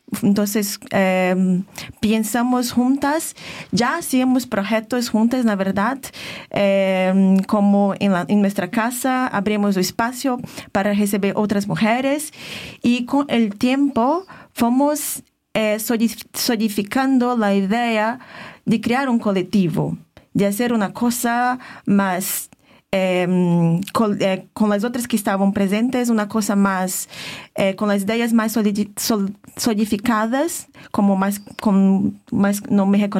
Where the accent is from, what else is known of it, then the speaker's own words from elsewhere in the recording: Pará, Brazil; Yo vengo de la Amazonía. Yo vengo del estado que se llama Pará. Entonces vengo de una región que es bañada por el río Tapajós, que es un río muy grande, uno de los brazos del río Amazonas.